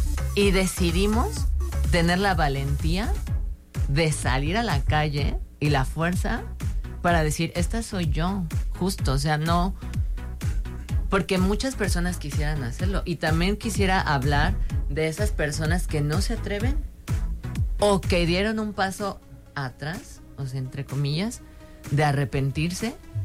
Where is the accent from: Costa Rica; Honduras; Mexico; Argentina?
Mexico; Mexico City; now in Puerto Vallarta, Mexico; yo que vengo de la Ciudad de México